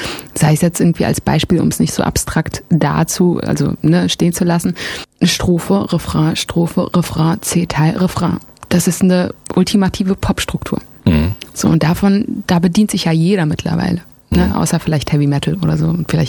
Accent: Frankfurt am Main, Hesse, Germany; born there; Ich bin in Frankfurt am Main geboren, richtig.

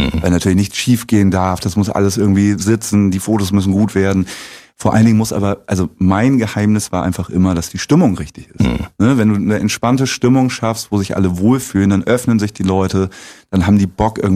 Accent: Lower Saxony, Germany; now in Zeuthen, Germany; Genau, bei Bremen.

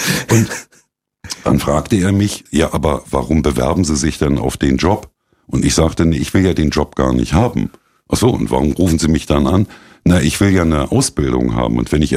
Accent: Berlin, Germany; also born or lived in Algeria; meine Geschwister und ich standen auch kurz vor der Einschulung und so nahm das Leben in Berlin Tiergarten seinen Lauf.

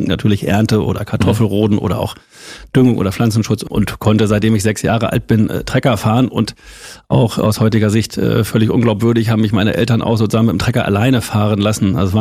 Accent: Holthusen, Lower Saxony, Germany; also unser Bauernhof, auf dem wir aufgewachsen sind oder ich aufgewachsen bin in Holthusen 1, Lüneburger Heide, das ist so ein typischer Bauernhof gewesen

